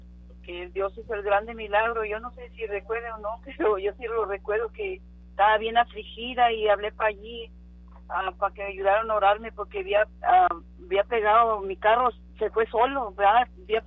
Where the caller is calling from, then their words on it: McAllen, Texas, United States; De aquí, de McAllen.